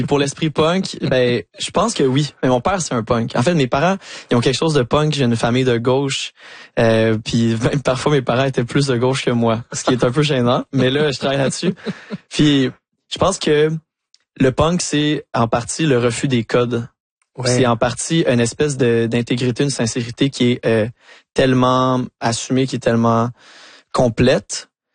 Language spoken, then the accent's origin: French; Saint-Hyacinthe, Quebec, Canada; moi je viens de Saint-Hyacinthe qui est une ville agricole